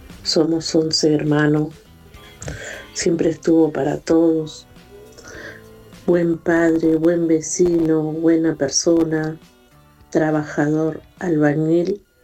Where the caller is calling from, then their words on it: Bahía Blanca, Buenos Aires Province, Argentina; de Bahía Blanca.